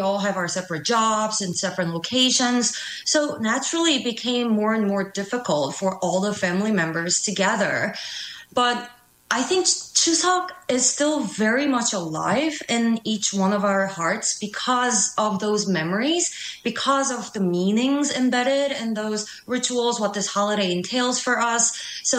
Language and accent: English; South Korea; moved away; when I was growing up in Korea, even back from, I would say, like two decades ago